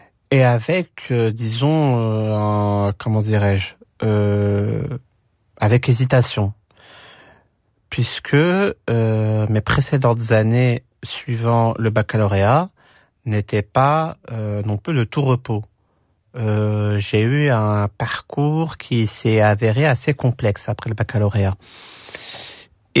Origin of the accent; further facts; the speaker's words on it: France; français, algérien, j'ai mes deux nationalités et je les porte fièrement.